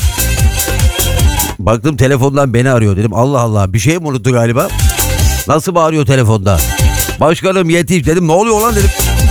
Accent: Istanbul, Turkey; ben Aksaray Yenikapı'da doğup büyüdüm.

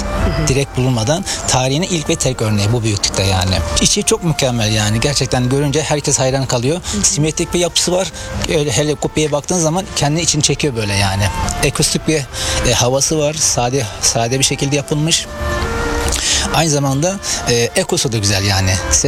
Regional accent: Manisa, Turkey; Manisa Sarıgül'den aslen Uralıyım. Yaklaşık 3 senedir buradayım.

